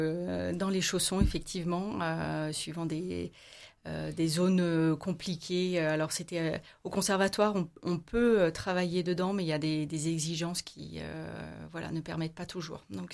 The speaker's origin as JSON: {"language": "French", "town": "Saint-Étienne", "region": "Auvergne-Rhône-Alpes", "country": "France", "said": "je suis stéphanoise"}